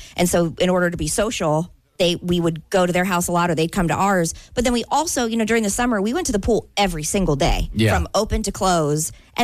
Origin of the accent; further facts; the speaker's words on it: Quarryville, Pennsylvania, United States; moved away; growing up in Pennsylvania, Quarryville, Pennsylvania